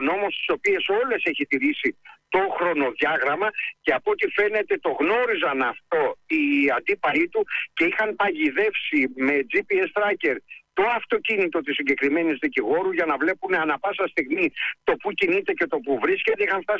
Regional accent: Patras, Western Greece, Greece; από την πατρίδα μου, από την Πάτρα.

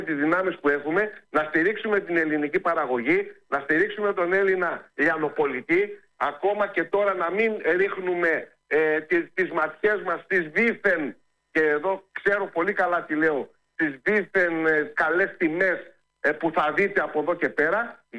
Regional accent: Epirus, Greece; born or raised there

